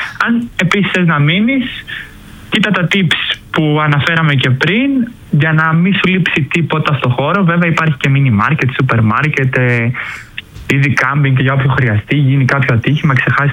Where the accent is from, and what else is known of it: Greece